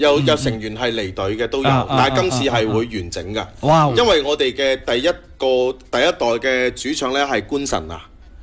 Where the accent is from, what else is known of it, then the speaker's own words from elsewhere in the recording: Guangdong, China; 我哋廣東人好講意頭噶嘛。